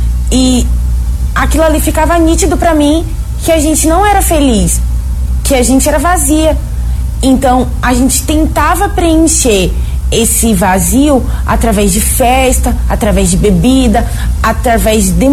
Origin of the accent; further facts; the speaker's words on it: Salvador, Bahia, Brazil; por ser uma cultura aqui da cidade de onde eu nasci, que é Salvador, Bahia.